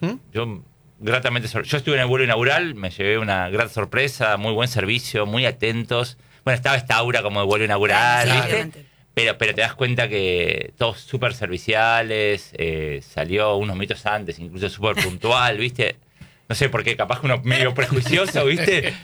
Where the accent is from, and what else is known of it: Buenos Aires, Argentina; moved away